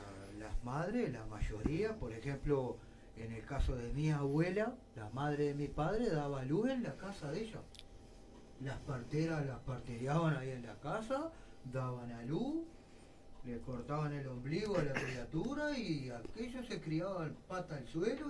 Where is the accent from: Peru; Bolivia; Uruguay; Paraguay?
Uruguay; Vergara, Treinta y Tres; born there; Yo nací acá en Vergara. Yo soy de acá, yo nací en La Sal, acá en Vergara.